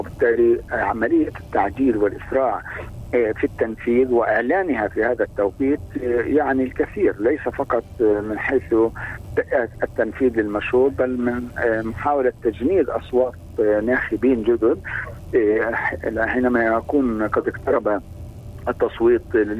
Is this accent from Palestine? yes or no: yes; Palestine; نحن اليوم كفلسطينيين